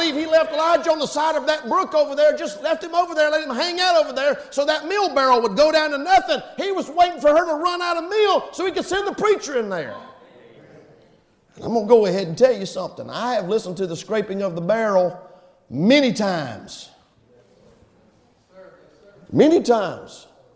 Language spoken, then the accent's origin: English; Dundalk, Maryland, United States; I'm from Dundalk.